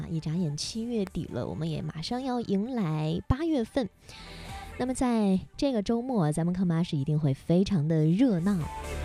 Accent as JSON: {"language": "Chinese", "town": "Ordos", "region": "Inner Mongolia", "country": "China", "said": "我们就来说一说咱们的家乡暖城鄂尔多斯"}